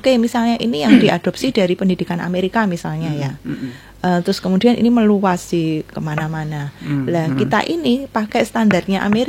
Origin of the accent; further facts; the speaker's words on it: Special Region of Yogyakarta, Indonesia; kita orang Jogja